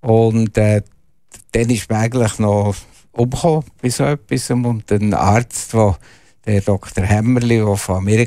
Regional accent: Aarberg, Bern, Switzerland; accent: Berndeutsch; also born or lived in Biel; now in Zurich, Switzerland; Ich bin in Arberg aufgewachsen.

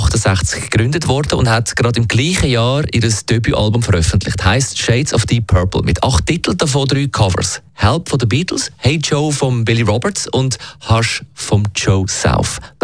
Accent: Switzerland; Eine Band, die Millionen Tonträger verkauft hat, unter anderem wegen einem Ereignis bei uns in der Schweiz.

